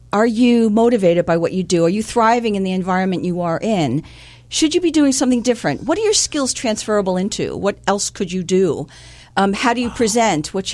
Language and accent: English; New York City, New York, United States; now in Springfield, United States; Born and raised, sir. Yep, 10 of us in a 3-bedroom apartment.